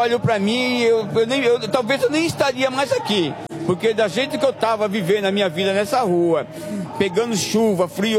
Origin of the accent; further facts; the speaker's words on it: Pernambuco, Brazil; now in São Paulo, Brazil; Eu sou de Pernambuco, né? Mas eu tô aqui em São Paulo já há algum tempo.